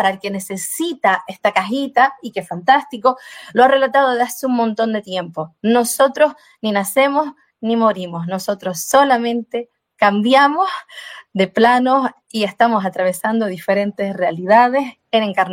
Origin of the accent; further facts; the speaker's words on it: Brazil; moved away; Yo soy indígena, yo soy brasileña, de natural brasileña, yo soy indígena.